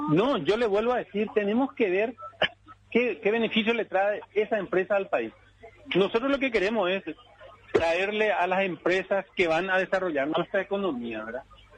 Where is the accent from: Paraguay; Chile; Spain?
Paraguay; a nosotros como paraguayos nos interesa